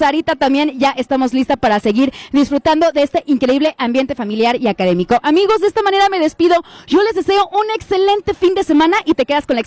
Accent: Mexico; soy mexicano, soy mexicana

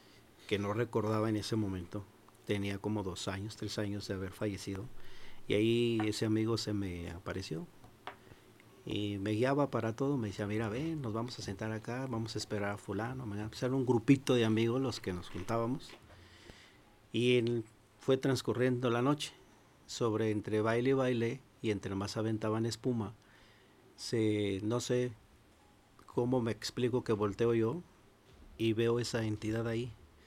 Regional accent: Guanajuato, Mexico; moved away; yo vengo de Guanajuato.

